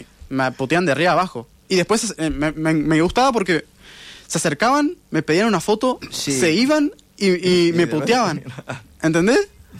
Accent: Real del Padre, Mendoza, Argentina; Yo soy de Real Padre.

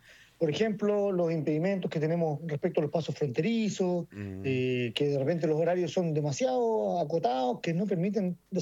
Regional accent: Chile; nosotros como chilenos

